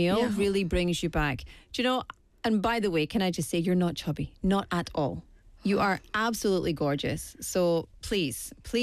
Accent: Scotland, United Kingdom; I feel the same about my hometown food. You just can't get it. I'm from Scotland.

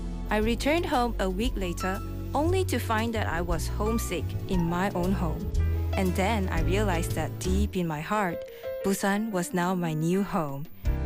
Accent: Malaysia; I'm from Malaysia.

